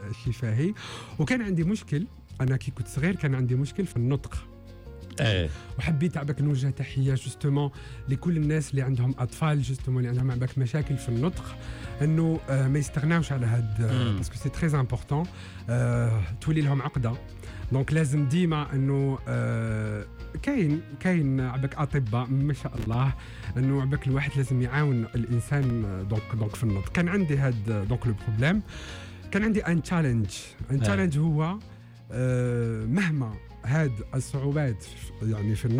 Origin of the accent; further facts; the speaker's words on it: Algiers, Algiers Province, Algeria; انا مولود في الجزائر العاصمة فوالا في الجي.